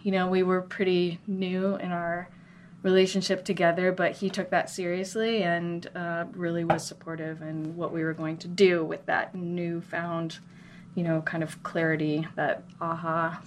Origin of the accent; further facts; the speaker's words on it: Minnesota, United States; also born or lived in Costa Rica; now in Asheville, United States; I grew up in Minnesota. I had no intention to live in the South